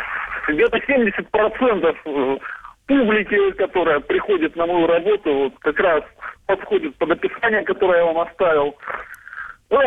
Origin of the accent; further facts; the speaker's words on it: Kostomuksha, Republic of Karelia, Russia; родиться в прекрасном месте. У нас очень маленький, но уютный городок, которому еще 40 лет даже нет. И совместно с Финной, между прочим, построенный.